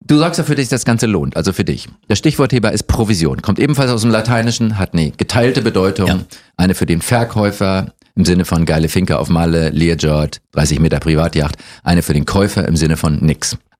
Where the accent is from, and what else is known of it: Norderstedt, Schleswig-Holstein, Germany; born or raised there